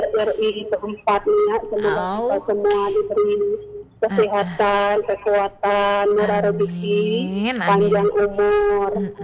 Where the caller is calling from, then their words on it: South Sumatra, Indonesia; Orang Semende.